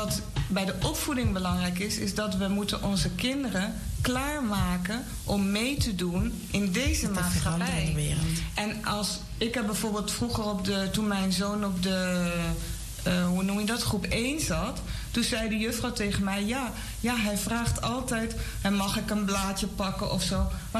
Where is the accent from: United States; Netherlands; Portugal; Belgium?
Netherlands; Gelderland; ik kom hier uit Nederland, ik ben in de Achterhoek opgegroeid